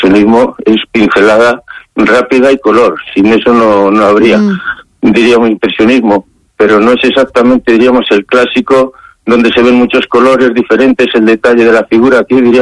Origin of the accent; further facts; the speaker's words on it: Sasamón, Castile and León, Spain; born there; moved away; Porque es mi pueblo, es lo que digo, es donde nací, y yo soy castellano, soy burgalés y soy de Sasamón. Eso es lo que digo siempre, aunque haya estado muy lejos de Sasamón.